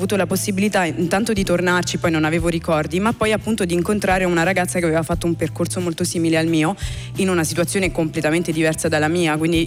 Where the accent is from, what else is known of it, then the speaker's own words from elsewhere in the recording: Burundi; also born or lived in Kenya; mia madre mi ha partorito in Kenya. Io sono del Burundi, ma per motivi politici, insomma.